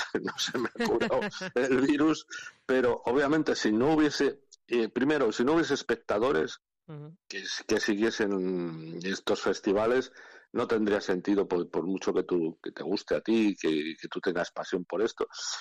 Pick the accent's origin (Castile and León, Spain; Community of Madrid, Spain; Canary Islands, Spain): Castile and León, Spain; Peñaranda de Bracamonte; born there